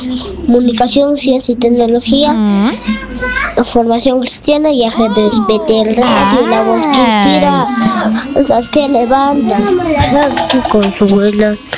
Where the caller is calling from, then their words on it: Huancayo, Junín, Peru; Saludos desde Huancayo.